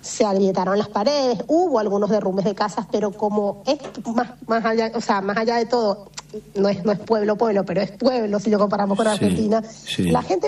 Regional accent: Venezuela; uno lo que siente como venezolano es una tristeza, es como decir, Dios mío, ¿hasta cuándo vamos a sufrir los venezolanos?

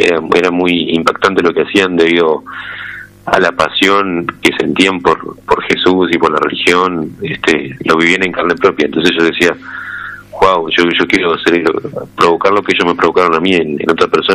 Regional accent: San Miguel de Tucumán, Tucumán, Argentina; moved away as an adult; now in Buenos Aires, Argentina; yo soy tucumano también. Actualmente vivo acá en Buenos Aires.

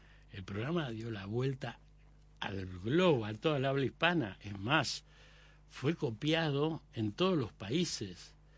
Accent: Buenos Aires, Argentina; Nací en Villa Crespo, me crié toda la vida en Villa Crespo

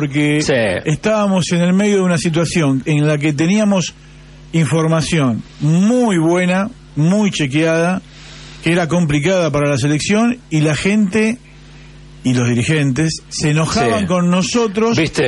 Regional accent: Argentina; somos argentinos, somos hinchas de la selección.

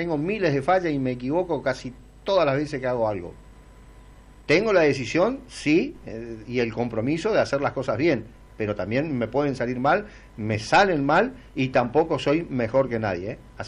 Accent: Argentina; Porque soy argentino y sé de todo.

